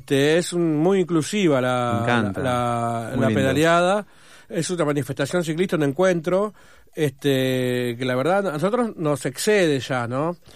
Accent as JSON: {"language": "Spanish", "region": "Buenos Aires", "country": "Argentina", "said": "yo soy soy porteño."}